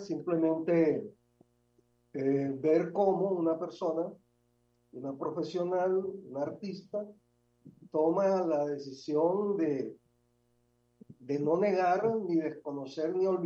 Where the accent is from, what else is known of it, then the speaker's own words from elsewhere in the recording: Caribbean coast, Colombia; now in Barranquilla, Colombia; los costeños tenemos allá la Asociación Barranquillera.